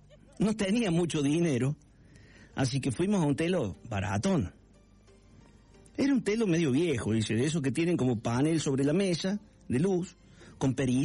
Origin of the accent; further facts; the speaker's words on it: Sunchales, Santa Fe, Argentina; te escuchamos todas las noches, somos de Sunchales, gracias